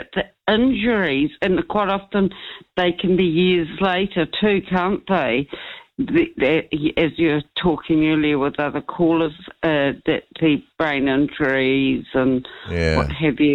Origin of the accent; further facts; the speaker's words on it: Ireland; So I'm like an Irish person.